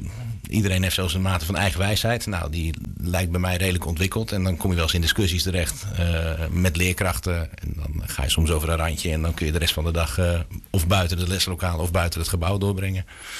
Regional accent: Ridderkerk, South Holland, Netherlands; Opgegroeid in Ridderkerk Oost. De Leopoldstraat onveilig gemaakt. En later in Slikkerveer geland. En nu uiteindelijk in het zand.

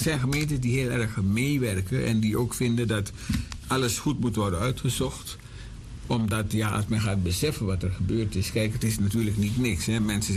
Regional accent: Suriname; wij nog hebben als Surinamers

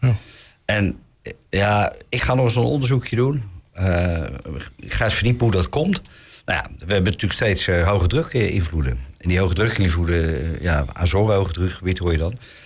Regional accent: Westland, South Holland, Netherlands; Nou, ik kom uit Westland

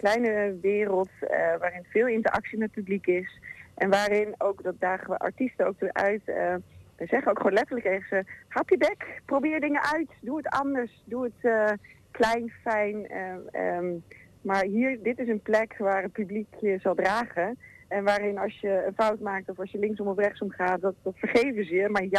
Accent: Apeldoorn, Gelderland, Netherlands; born there; Apeldoornse mens, maar ik ben vroeger geboren in Apeldoorn.

